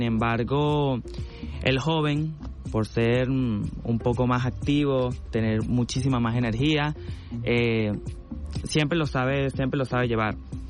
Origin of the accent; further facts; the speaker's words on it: Falcón, Venezuela; soy de Paraguaná, soy un niño, un joven paraguanero, crecí en la playa, la arena, la gente, el sol.